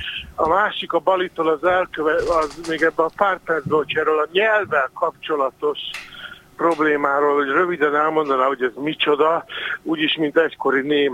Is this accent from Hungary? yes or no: yes; Hungary; iszonyú szerencsések vagyunk magyarként